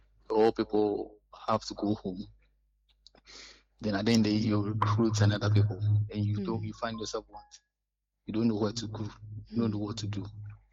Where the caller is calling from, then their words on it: Tema, Greater Accra, Ghana; I'm calling from Tema.